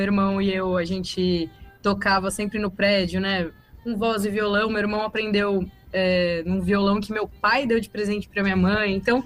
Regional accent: São Paulo, Brazil; Sou de São Paulo, capital.

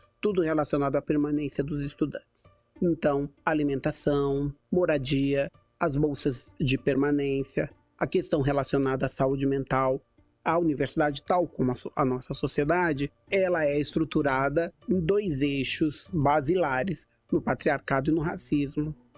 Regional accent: Osasco, São Paulo, Brazil; born there; now in Rio de Janeiro, Brazil; Sou paulista, nascida em Osasco, São Paulo. Venho de uma família periférica, né, nordestina, né, e pobre, uma família humilde.

